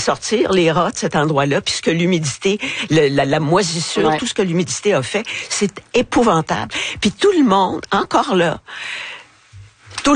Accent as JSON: {"language": "French", "country": "France", "said": "Ben, je suis française."}